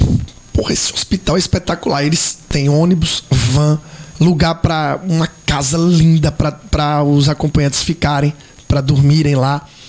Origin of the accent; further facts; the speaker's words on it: Penedo, Alagoas, Brazil; eu sou de Penedo. Penedo faz divisa com Sergipe.